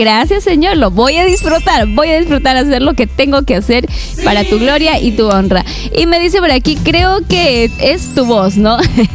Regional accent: Aguaytía, Ucayali, Peru; Hola, Mayo, buenas tardes … de Aguaitía.

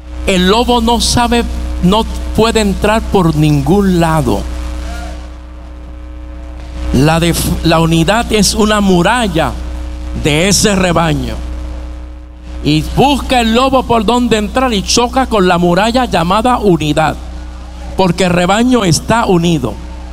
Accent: Puerto Rico; soy puertorriqueño y estoy en Puerto Rico.

